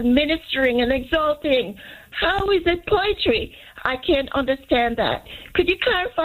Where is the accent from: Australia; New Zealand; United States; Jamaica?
Jamaica; Now, I was born and raised in Jamaica. In elementary school, we had to recite Psalm 23, Psalm 100, and now Psalm 27, Psalm 91.